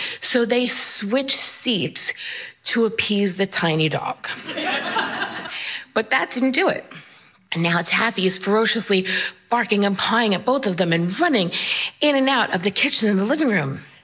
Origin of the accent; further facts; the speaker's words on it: Queens, New York, United States; I'm from Queens, New York, and I'm a storyteller.